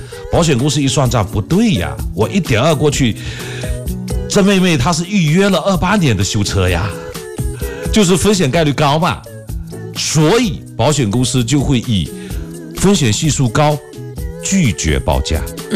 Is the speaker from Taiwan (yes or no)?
no; China